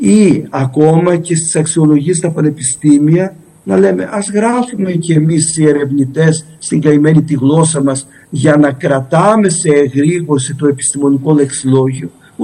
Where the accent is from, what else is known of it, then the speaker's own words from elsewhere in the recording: Crete, Greece; accent: Cretan; ως κριτικός μιλώντας